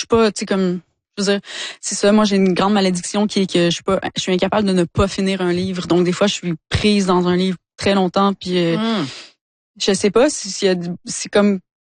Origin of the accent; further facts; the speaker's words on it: Quebec, Canada; Ouais, ma famille vient du bas du fleuve aussi, mais ouais, j'ai grandi en Gaspésie.